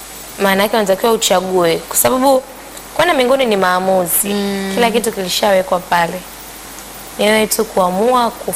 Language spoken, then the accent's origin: Swahili; Chato, Geita, Tanzania; natokea Mwekako Chato.